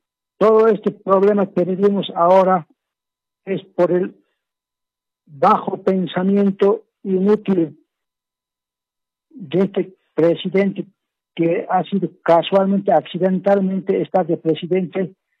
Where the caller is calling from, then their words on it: El Alto, La Paz, Bolivia; Hablo desde La Paz, de El Alto.